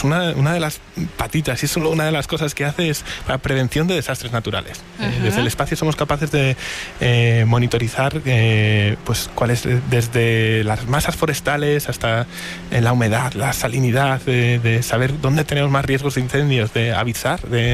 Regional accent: Castile and León, Spain; cuando tenía 11 añitos recuerdo ver en mi pueblo, en León, un eclipse parcial.

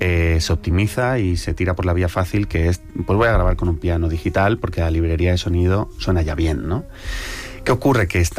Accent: Italy; que me voy hacia el italiano, porque también soy italiano.

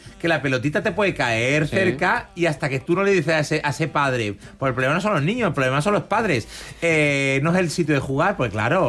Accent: Balearic Islands, Spain; Pero, a ver, yo soy de Menorca. El paraíso público de España es Menorca.

